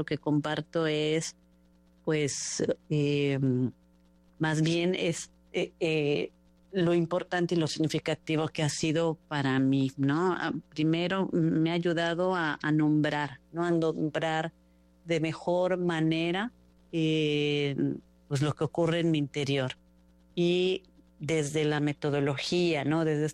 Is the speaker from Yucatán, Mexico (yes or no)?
yes; Mérida, Yucatán, Mexico; moved away as an adult; now in Puerto Maldonado, Peru; soy mexicana de la ciudad de Mérida, en el estado de Yucatán. Y bueno, ahora me encuentro viviendo en Puerto Maldonado, del departamento Madre de Dios, en Perú. Estoy aquí ya por 2 años viviendo